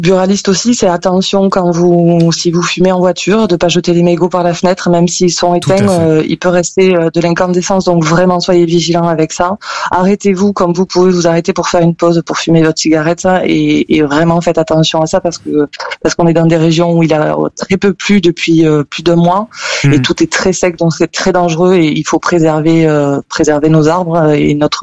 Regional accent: Vaillourle, France; Oui, je suis natif de Vaillourle, j'ai grandi ici. Alors après, j'ai travaillé ailleurs, mais je suis revenu aux sources.

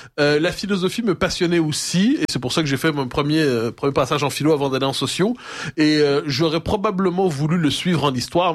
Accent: Quebec, Canada; Je suis un jeune Québécois de 1980.

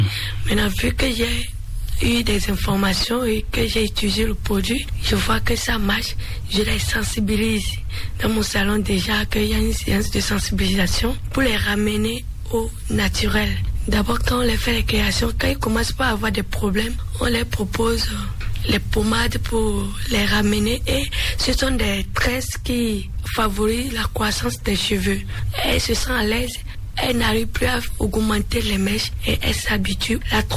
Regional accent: Benin; Chez nous, en Bariba, on dit pori-pori.

